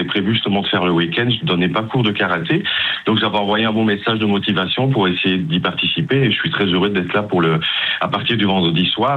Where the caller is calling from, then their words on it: Quaregnon, Wallonia, Belgium; étant de la région Mons-Borinage et que je suis carnionnais